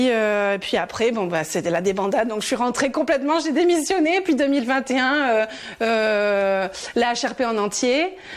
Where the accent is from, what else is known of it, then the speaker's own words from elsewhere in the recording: Tarbes, Occitanie, France; born there; moved away as an adult; also born or lived in Bordeaux / Scotland; avant l'Écosse, j'ai fait 6 ans à Bordeaux parce que mes parents sont séparés, tout ça. Moi, à la base, je suis de Tarbes, donc pas si loin de la vallée des Gaves, mais pas non plus dans la vallée exactement. Et en Écosse, j'y suis allée après le bac, en fait, pour passer une année, apprendre l'anglais